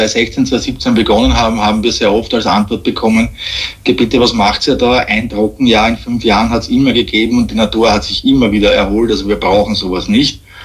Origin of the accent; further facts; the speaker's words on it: Austria; Nein, wir kommen ja aus Österreich und wir sind in Österreich.